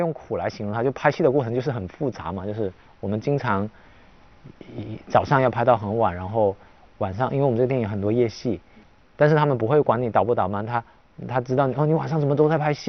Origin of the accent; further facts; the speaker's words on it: Guangdong, China; 因为都是潮汕人呐、啊，大家很容易。我去到不同国家，我是会换着口音跟不同的潮汕人交流的